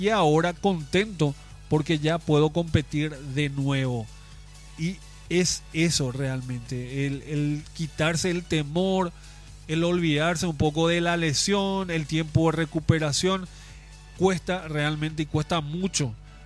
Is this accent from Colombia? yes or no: no; Paraguay